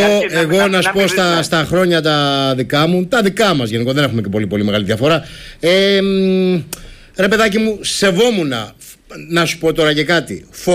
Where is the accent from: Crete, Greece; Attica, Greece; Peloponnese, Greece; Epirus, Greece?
Crete, Greece; λέω στο Μιλοπόταμο, στα μέρη μου απάνω, στο Ρέθυμνο γίνεται κάτι.